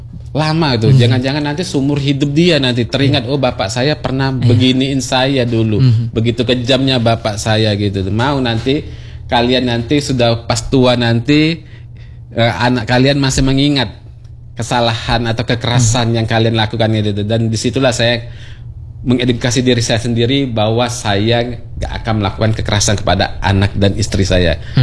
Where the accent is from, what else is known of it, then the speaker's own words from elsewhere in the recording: Palembang, South Sumatra, Indonesia; saya juga orang Palembang, anak istri saya orang Jawa